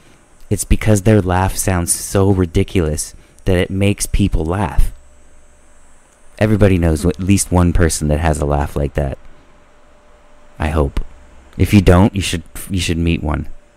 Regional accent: Canada; I'm Canadian, eh?

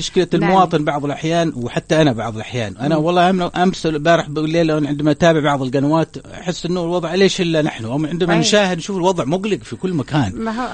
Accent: Yemen; نحن عندنا في اليمن

